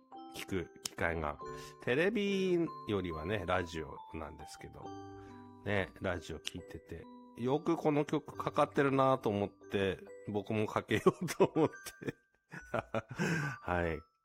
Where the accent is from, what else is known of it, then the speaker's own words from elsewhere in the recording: Tohoku, Japan; やっぱり東北としては、東北人としては、なんか盛岡が出てくるというと、なんかいいなぁなんて思いながら聞いてましたけど